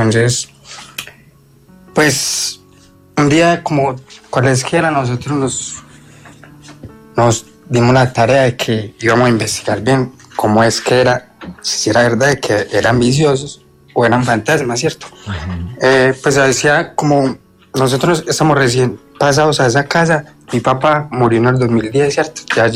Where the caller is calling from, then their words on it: Antioquia, Colombia; Desde el municipio de Tania, Antioquia.